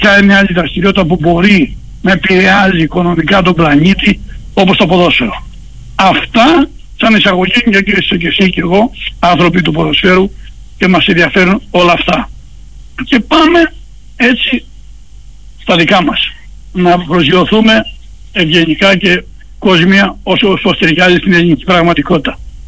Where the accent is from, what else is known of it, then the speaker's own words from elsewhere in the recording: Patras, Western Greece, Greece; και ως πατρινοί